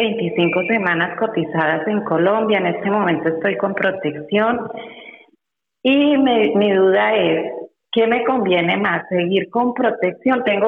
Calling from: Alicante, Valencian Community, Spain; me comunico desde Alicante.

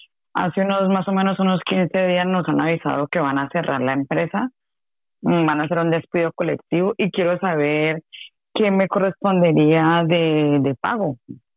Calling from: Asturias, Spain; desde Asturias.

